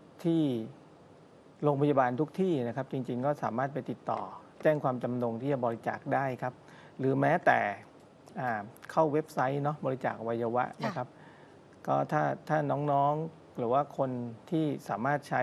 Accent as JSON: {"language": "Thai", "region": "Nakhon Si Thammarat", "country": "Thailand", "tie": "born or raised there", "said": "ผมภูมิใจที่เป็นคนนครศรีธรรมราชได้เกิดมาอยู่ในบ้านครับ"}